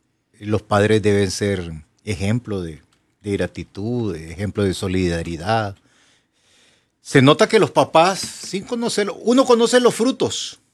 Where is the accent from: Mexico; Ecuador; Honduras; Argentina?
Honduras